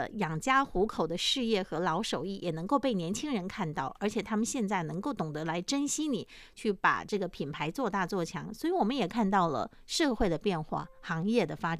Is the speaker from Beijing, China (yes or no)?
no; Fujian, China; 我们闽南人小时候的一种乡愁记忆